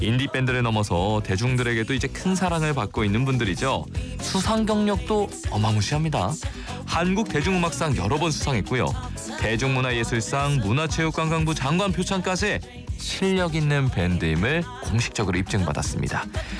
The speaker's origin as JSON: {"language": "Korean", "region": "Incheon", "country": "South Korea", "tie": "born or raised there", "said": "락스피릿이 넘쳐흐르는 인천으로 가볼게요. 또 제 고향 아니겠습니까?"}